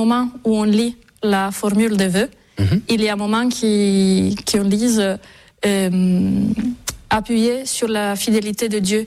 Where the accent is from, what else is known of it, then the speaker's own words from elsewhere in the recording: Sardinia, Italy; born there; French is a second language; moved away as an adult; Je suis née en Sardaigne. Mais à 18 ans, c'est le moment de choisir. Donc je suis partie à Rome pour faire mes études à l'Université de Rome.